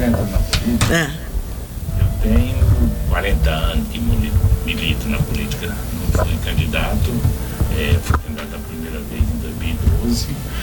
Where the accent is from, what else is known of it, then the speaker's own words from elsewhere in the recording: Abadiânia, Goiás, Brazil; moved away; also born or lived in Brasília; Eu saí de Abadiânia em 82 para ir trabalhar em Brasília e fiquei lá até 2016